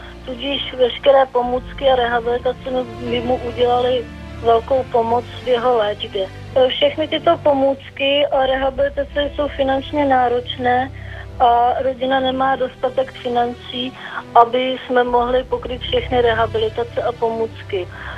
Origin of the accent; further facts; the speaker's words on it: Velké Meziříčí, Vysočina Region, Czechia; je mě 28 let a jsem od Velkého Meziříčí.